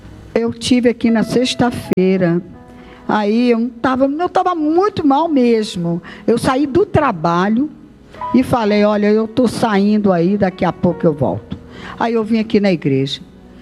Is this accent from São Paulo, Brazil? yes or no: no; Sabará, Minas Gerais, Brazil; Eu sou da cidade de Sabará.